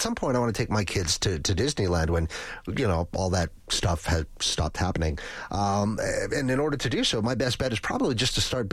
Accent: Lloydminster, Canada; now in Edmonton, Canada; I'm from Lloyd, and we have the world's largest sundial.

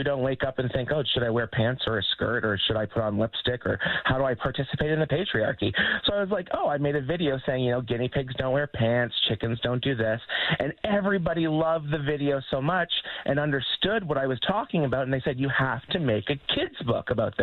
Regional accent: Canada; I didn't have representation growing up in Canada in the 80s and 90s of who I was as a person

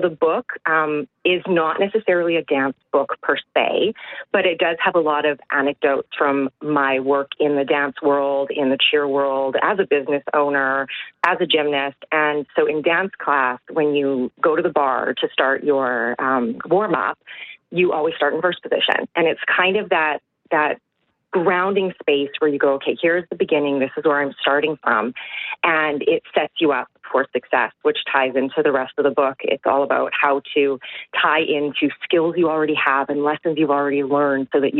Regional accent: Winnipeg, Manitoba, Canada; I am a Canadian dance judge, and I am a super proud Winnipegger.

